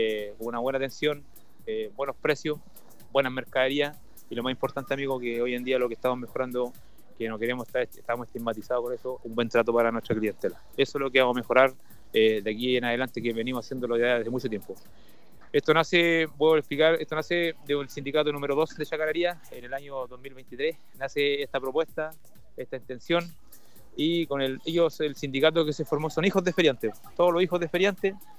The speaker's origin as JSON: {"language": "Spanish", "town": "Coronel", "region": "Biobío", "country": "Chile", "tie": "born or raised there", "said": "Se ha hecho un catastro con la gente que residimos acá, que vivimos, que somos nacidos, criados en Coronel, que trabajábamos 3 días a la semana"}